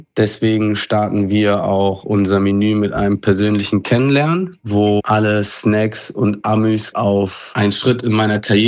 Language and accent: German; Kiel, Schleswig-Holstein, Germany; moved away as an adult; also born or lived in Hamburg; now in Osnabrück, Germany; weil ich gebürtiger Kieler bin.